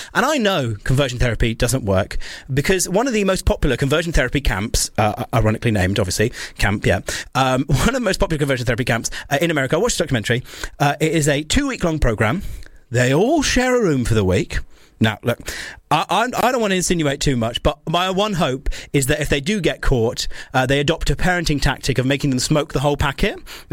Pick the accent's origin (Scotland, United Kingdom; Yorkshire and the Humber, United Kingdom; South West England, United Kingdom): South West England, United Kingdom; Dorset; born there; now in London, United Kingdom; Dorset Council, one close to my heart, my Dorset Council, probably my hometown council